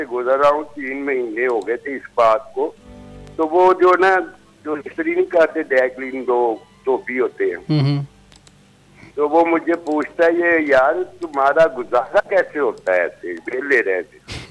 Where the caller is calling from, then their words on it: Punjab, Pakistan; ہم شاد باغ بیٹھے